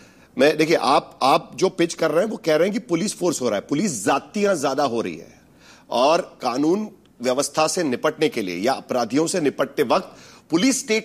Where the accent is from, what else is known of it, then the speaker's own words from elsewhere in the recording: Mumbai, Maharashtra, India; मैं मुंबई से आता हूं